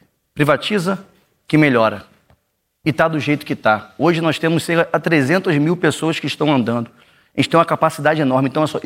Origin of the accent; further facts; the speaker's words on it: Nova Iguaçu, Rio de Janeiro, Brazil; born there; Eu nasci em Nova Iguaçu.